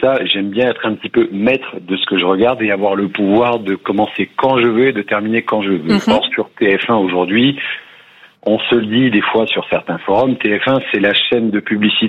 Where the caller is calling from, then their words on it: Dijon, Bourgogne-Franche-Comté, France; De Dijon.